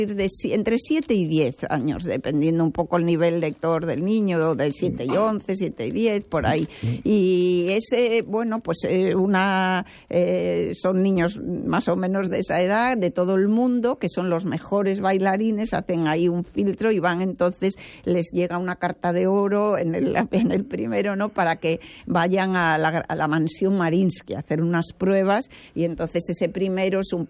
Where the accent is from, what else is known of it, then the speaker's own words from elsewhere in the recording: A Coruña, Galicia, Spain; moved away; Bueno, estoy encantada aquí en mi tierra.